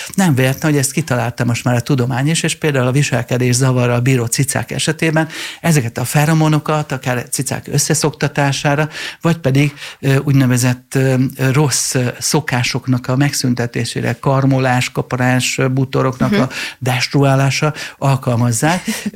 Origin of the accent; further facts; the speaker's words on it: Budapest, Hungary; én zuglói gyerek vagyok.